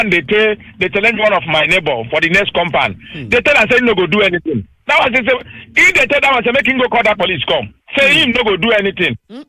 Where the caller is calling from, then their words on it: Ibafo, Ogun, Nigeria; I'm the caller from Ibafo.